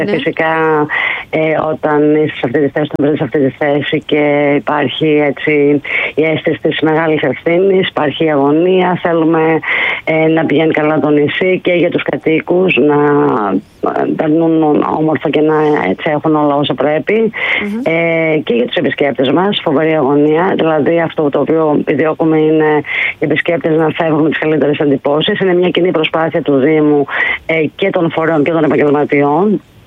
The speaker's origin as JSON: {"language": "Greek", "town": "Sifnos", "region": "South Aegean", "country": "Greece", "tie": "born or raised there", "said": "Γεννήθηκα στη ΣΥΦΝΟ. Είμαι από τη ΣΥΦΝΟ και γεννήθηκα στο σπίτι που μένω μέχρι σήμερα."}